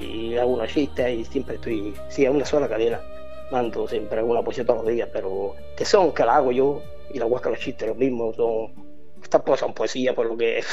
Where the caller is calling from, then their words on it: Huércal de Almería, Andalusia, Spain; de Huércal de Almería.